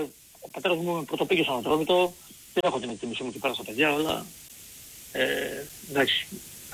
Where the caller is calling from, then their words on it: Peristeri, Attica, Greece; από το Περιστέρι Ολυμπιακός.